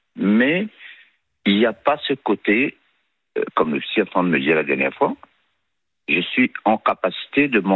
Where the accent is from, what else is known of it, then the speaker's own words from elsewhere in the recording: Réunion; J'ai toujours vécu à La Réunion.